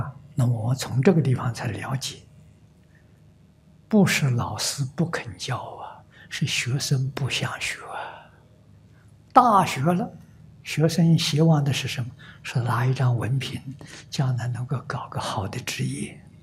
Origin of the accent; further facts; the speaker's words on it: Anhui, China; 桐城距离我的老家很近，大概只有30公里，所以是家乡人